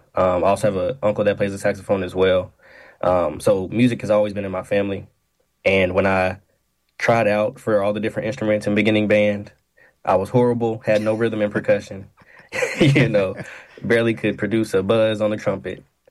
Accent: North Little Rock, Arkansas, United States; And now I'm back in my hometown of North Little Rock as a beginning band director for North Little Rock Middle School.

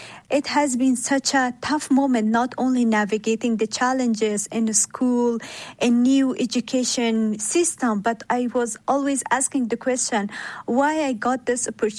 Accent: Afghanistan; English is a second language; moved away; I was saying that I was from Afghanistan

